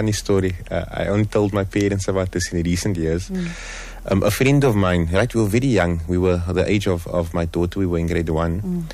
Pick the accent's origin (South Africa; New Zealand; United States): South Africa; Cape Town, Western Cape; I grew up in Strandfontein.